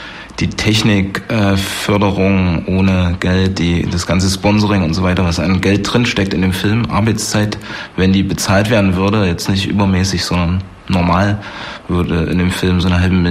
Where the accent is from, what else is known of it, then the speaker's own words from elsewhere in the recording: Berlin, Germany; Ich bin Berliner.